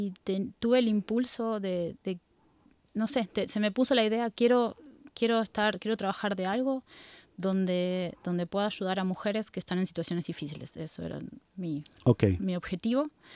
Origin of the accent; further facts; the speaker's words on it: Buenos Aires Province, Argentina; Yo nací en el campo, en Buenos Aires, en la provincia de Buenos Aires.